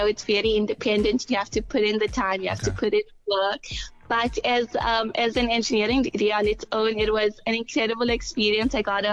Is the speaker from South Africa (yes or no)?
yes; South Africa